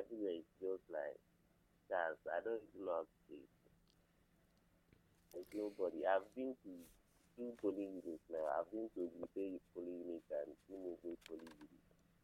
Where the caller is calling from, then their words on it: Enugu-Ezike, Enugu State, Nigeria; I'm calling from Enugu-Ezike.